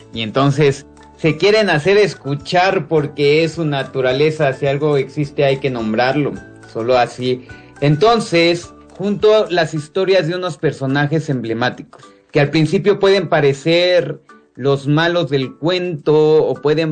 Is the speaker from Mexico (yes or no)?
yes; Ecatepec, State of Mexico, Mexico; vengo de Ecatepec, ahí crecí, ahí tuve mi infancia entre las calles de Ecatepec con mis amigos